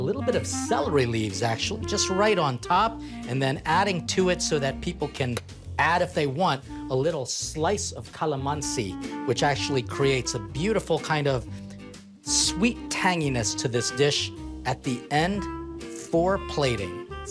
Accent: Philippines; to help me remember the visit to my hometown. Nothing speaks of homecoming as a meal for me more than pansit, which is that really thin noodle. And as a homecoming dish, we always celebrated with long stranded noodles because, at least for the Philippines

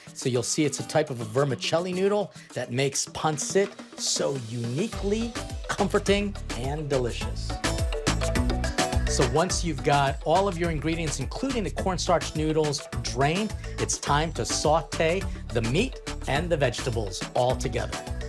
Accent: Philippines; to help me remember the visit to my hometown. Nothing speaks of homecoming as a meal for me more than pansit, which is that really thin noodle. And as a homecoming dish, we always celebrated with long stranded noodles because, at least for the Philippines

